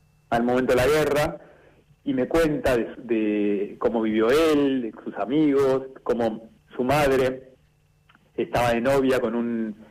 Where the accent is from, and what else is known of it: Argentina